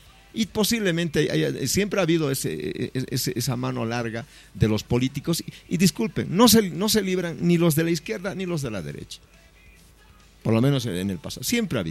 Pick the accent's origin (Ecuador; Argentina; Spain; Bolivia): Bolivia; Yo soy indígena quechua. Y achani palaita quechua. Pero saben... Bueno, habré venido a la ciudad, habré estudiado en la universidad, pero es otra cosa. Pero al fin y al cabo nuestras raíces son nuestras raíces.